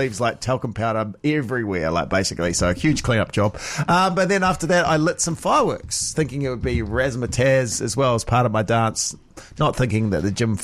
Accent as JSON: {"language": "English", "town": "Masterton", "region": "Wellington", "country": "New Zealand", "tie": "born or raised there", "said": "taking them to Masterton, my hometown where I grew up. I spent many years"}